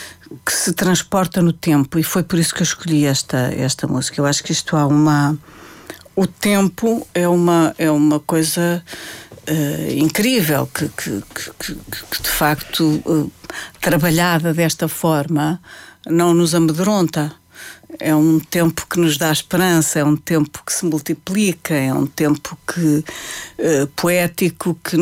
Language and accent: Portuguese; Portugal; sim, sou portuguesa, isso já é uma diferença